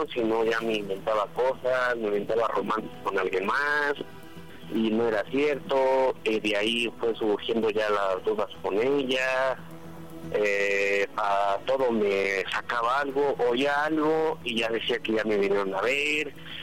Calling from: Mexico City, Mexico; 33 años, de la Ciudad de México.

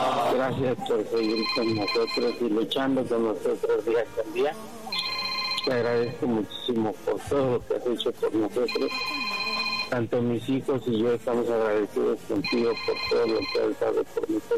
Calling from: Mexico City, Mexico; De aquí, de la Ciudad de México.

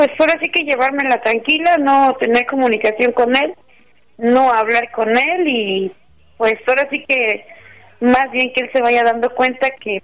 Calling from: Mexico City, Mexico; De aquí, del lado del metro Copilco.

